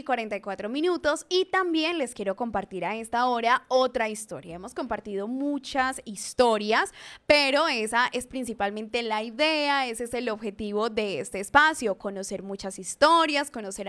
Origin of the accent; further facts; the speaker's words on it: Fredonia, Antioquia, Colombia; born there; Y ahora vamos a conocer una historia de Fredonia, de mi pueblo.